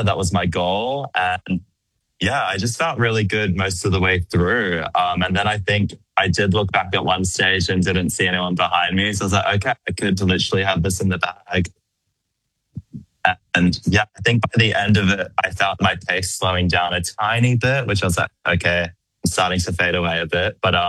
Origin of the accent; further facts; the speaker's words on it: Cook Islands; moved away as an adult; now in Australia; I'm from the Cook Islands. I grew up there and I left when I turned 18. I'm currently living in Australia.